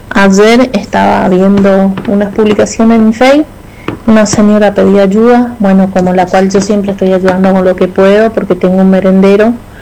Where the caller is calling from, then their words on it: Argentina; Yo vivo en Villa Cristian … vivo en Almirante Brown, cerca del Club Independiente